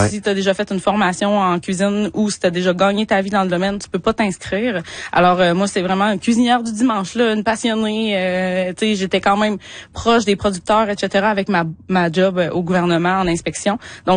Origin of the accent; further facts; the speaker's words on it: Quebec, Canada; Tu sais, moi, j'ai cuisiné de la viande sauvage toute ma vie, vu que je viens de l'Abitibi, en fait, là.